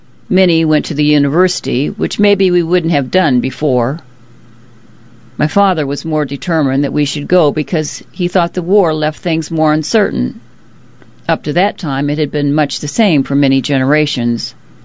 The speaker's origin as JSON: {"language": "English", "town": "Tucson", "region": "Arizona", "country": "United States", "tie": "born there", "said": "I was born in Tucson, Arizona on August 15, 1926."}